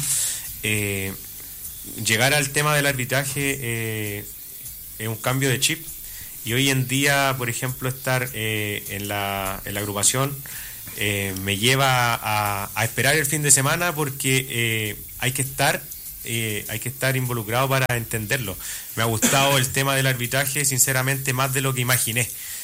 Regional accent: Sagrada Familia, Maule, Chile; Yo soy de Sagrada Familia, actual concejal de la comuna de Sagrada Familia.

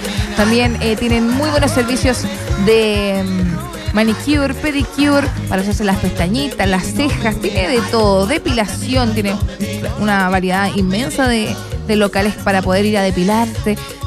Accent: Chile; nosotros como ciudadanos, como buenos chilenos

